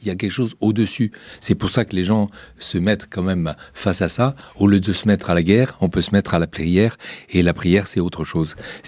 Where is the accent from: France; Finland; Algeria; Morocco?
Morocco; moved away; Moi, j'ai vécu et j'ai grandi au Maroc. Et même si je suis Diwa depuis une dizaine de générations